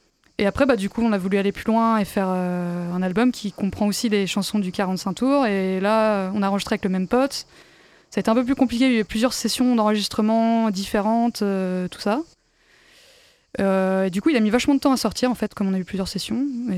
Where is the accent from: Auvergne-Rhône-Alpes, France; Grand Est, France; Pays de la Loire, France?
Pays de la Loire, France; Saint-Nazaire; also born or lived in Montpellier / Nantes; Alors moi, je suis originaire de Saint-Nazaire.